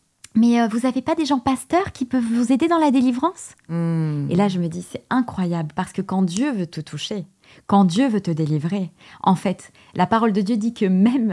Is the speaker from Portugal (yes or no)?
yes; Portugal; Parce que je suis portugaise.